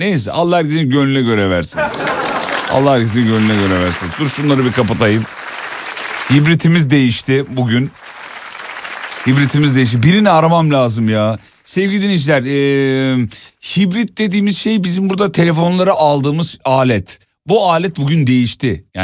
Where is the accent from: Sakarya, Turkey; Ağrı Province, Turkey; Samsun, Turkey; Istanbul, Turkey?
Sakarya, Turkey; Sakarya'da büyüdük yani, gider gelirdik.